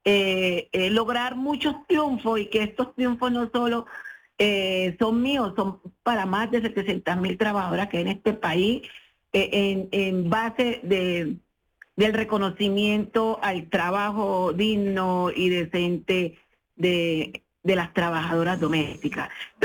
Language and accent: Spanish; Apartadó, Antioquia, Colombia; born there; mi pueblo, mi región de Urabá me vio nacer, apartado de Antioquia.